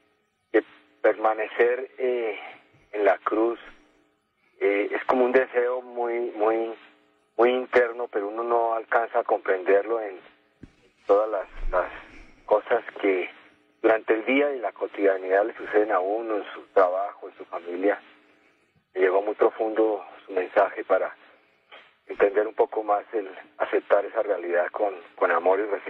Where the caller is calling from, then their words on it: Bogotá, Colombia; Estoy aquí en Bogotá, pero estoy llamando de un celular.